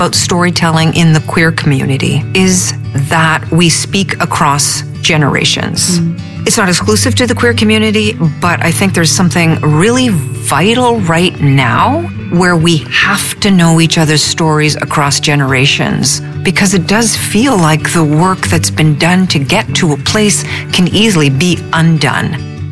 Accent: Montreal, Quebec, Canada; born there; I was born just outside of Montreal.

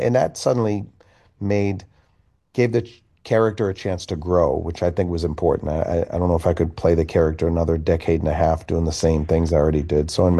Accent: Boston, Massachusetts, United States; I am a Bostonian

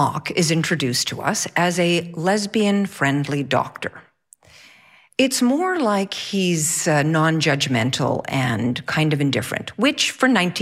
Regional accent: Quebec, Canada; born there; I was born just outside of Montreal.

